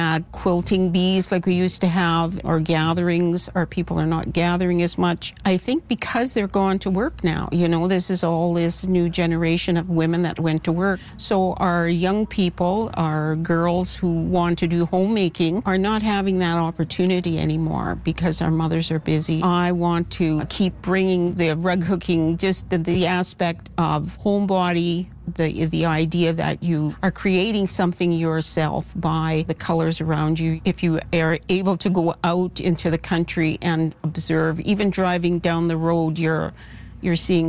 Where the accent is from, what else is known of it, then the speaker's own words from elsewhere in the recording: Saskatchewan, Canada; But I get most of my inspirations, I think, growing up in the Qu'Appelle Vall